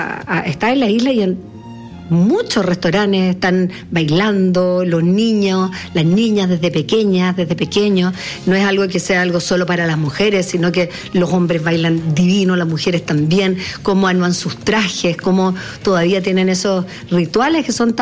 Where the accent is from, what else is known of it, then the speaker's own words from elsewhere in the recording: Chile; no puede ser que uno como chileno, si tiene la posibilidad, evidentemente